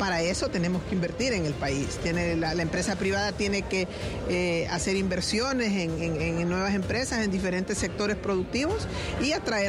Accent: Honduras; yo lo puedo decir como hondureña

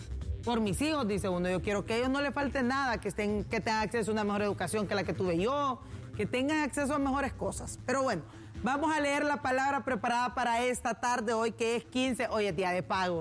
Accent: Honduras; así como hondureño

